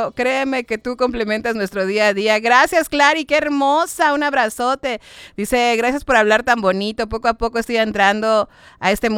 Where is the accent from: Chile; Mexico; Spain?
Mexico; solo soy mexicana. Una mexicana que quiere ver ganar a la selección.